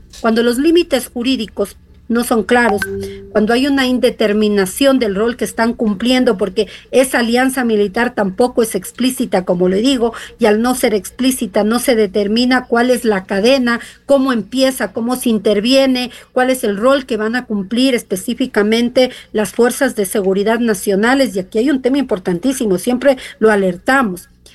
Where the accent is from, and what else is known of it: Ecuador